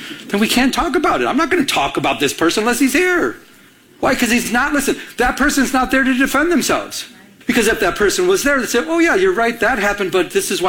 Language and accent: English; Michigan, United States; moved away; I'm from Michigan.